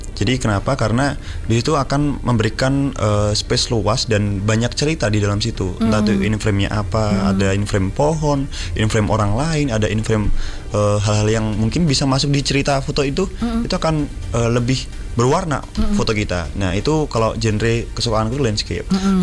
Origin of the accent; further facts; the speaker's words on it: Madiun, East Java, Indonesia; born there; Kalau misalkan di Madiun, ya karena Madiun ini tempat kelahiranku juga.